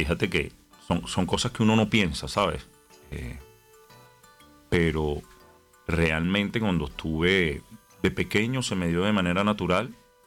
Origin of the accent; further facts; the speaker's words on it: Venezuela; Y nosotros, pues yo como buen venezolano, pues amo la Navidad.